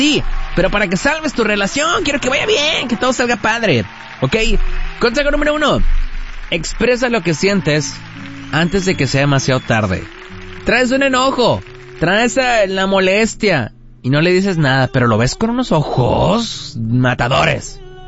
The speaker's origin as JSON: {"language": "Spanish", "town": "Quilá", "region": "Sinaloa", "country": "Mexico", "said": "Saluditos hasta mi tierra, Quilá, bonito de allá, me encanta."}